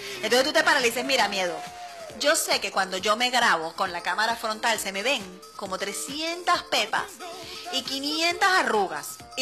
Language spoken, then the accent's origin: Spanish; Venezuela; nosotros somos venezolanos. Así que somos venezolanos haciendo país aquí